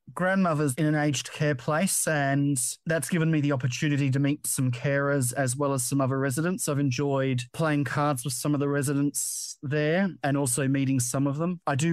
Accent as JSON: {"language": "English", "town": "Adelaide", "region": "South Australia", "country": "Australia", "tie": "born there", "said": "I was born in Adelaide."}